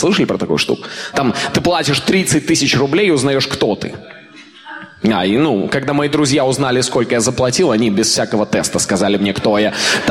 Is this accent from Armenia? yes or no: no; Kazakhstan; Я вообще сам из Казахстана. Но только лет в 10 я осознал, что я не казах.